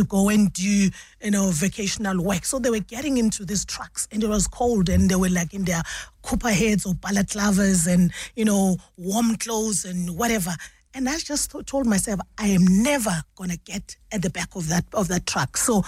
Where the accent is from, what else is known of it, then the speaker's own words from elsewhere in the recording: Lowveld, South Africa; The porpoise tasted like what I grew up eating down in the Lowveld.